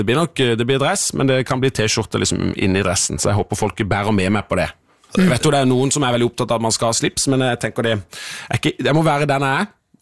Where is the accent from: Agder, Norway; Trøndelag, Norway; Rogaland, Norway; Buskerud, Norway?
Agder, Norway; Søgne; Vi hadde øvingstid i Søgne, der jeg kommer fra.